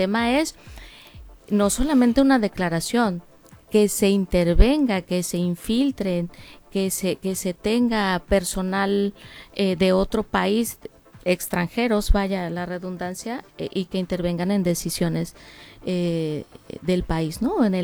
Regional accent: Mexico; Nosotros como mexicanos

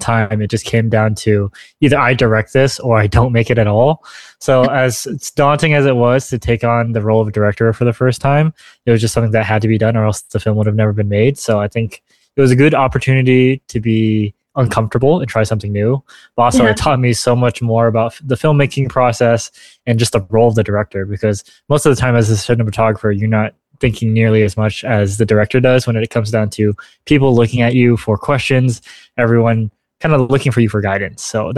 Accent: Albuquerque, New Mexico, United States; I was born in Albuquerque. My parents are originally from Vietnam, but I was born here in Albuquerque, so born and raised.

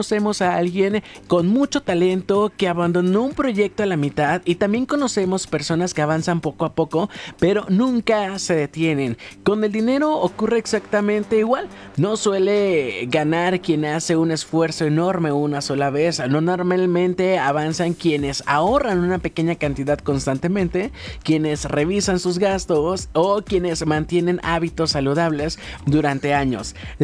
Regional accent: Mexico; Lo dejan a la última hora, como buen mexicano, ¿verdad que somos?

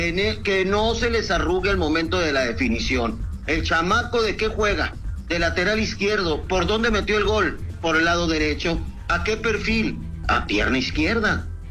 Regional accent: Mexico; obviamente soy mexicano, es México

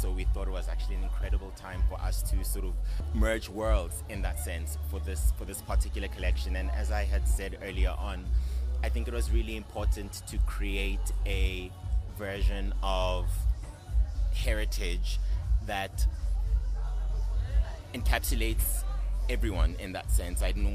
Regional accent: South Africa; what I've always thought being a South African is

